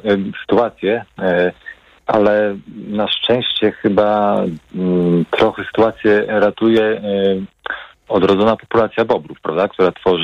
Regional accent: Podlaskie Voivodeship, Poland; Znaczy tak, ja ogólnie pochodzę z Podlasia i tam właśnie małe rzeczki są zalewane

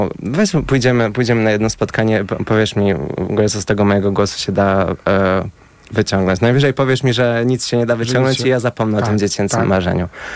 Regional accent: Kielce, Świętokrzyskie Voivodeship, Poland; Ja pochodzę z Kielc, tak. Nie są takim małym miastem, ale też chciałem zrobić ten krok.

